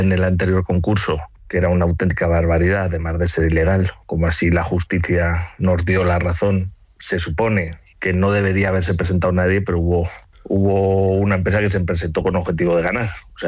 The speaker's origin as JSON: {"language": "Spanish", "region": "Aragon", "country": "Spain", "said": "Yo soy aragonés"}